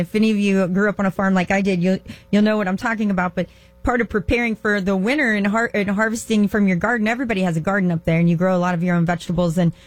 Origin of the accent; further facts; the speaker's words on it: Indiana, United States; now in Florida, United States; here in Florida, we talk about hurricanes, but I grew up in Indiana